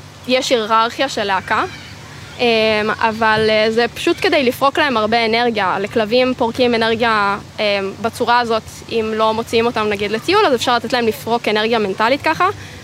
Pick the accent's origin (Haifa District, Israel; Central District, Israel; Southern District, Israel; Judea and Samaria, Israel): Central District, Israel; Ra'anana; born or raised there